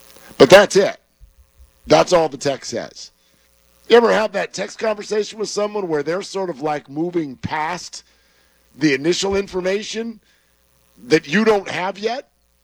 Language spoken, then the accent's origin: English; California, United States; My son, my oldest son, we're Niner fans. We grew up and live in the Bay here.